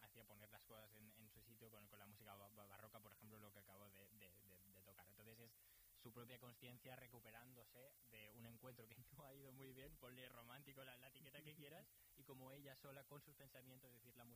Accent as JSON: {"language": "Spanish", "town": "Barcelona", "region": "Catalonia", "country": "Spain"}